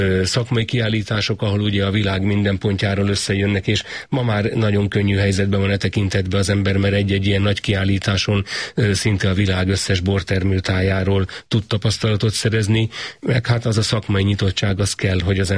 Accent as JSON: {"language": "Hungarian", "town": "Tapolca", "region": "Veszprém County", "country": "Hungary", "tie": "born there", "also_born_or_lived": "Budafok", "moved": "yes", "lives_now": "Eger, Hungary", "said": "Hát Tapolcán születtem"}